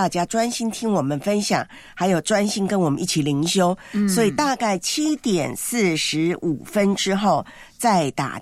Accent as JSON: {"language": "Chinese", "country": "Taiwan", "tie": "born or raised there", "moved": "yes", "said": "我记得我在我的老家台湾呢"}